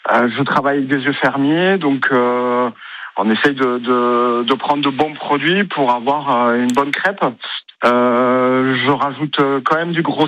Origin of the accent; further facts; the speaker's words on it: Montpellier, Occitanie, France; moved away; Même si je suis pas breton et que je suis montpelliérain au départ